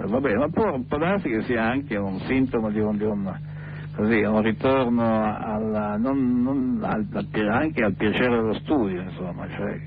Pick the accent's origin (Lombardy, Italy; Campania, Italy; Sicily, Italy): Lombardy, Italy; Milan; Io sono milanese, sì.